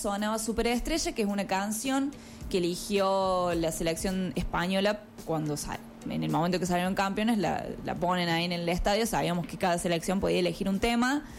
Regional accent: Argentina; nosotros como argentinos no tenemos nada que decir más que mostrar cómo somos.

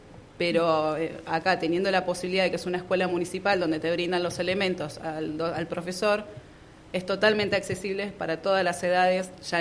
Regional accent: Choele Choel, Río Negro, Argentina; Mira, yo tengo 42 años. Desde los 8 años hago esto. Ah. Yo soy nacida y criada en Chuelechuel, a la vera del río Negro.

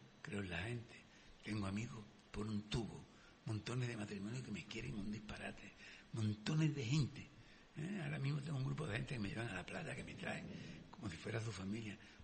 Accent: Jerez, Andalusia, Spain; Yo soy de Jerez, conozco el chicle.

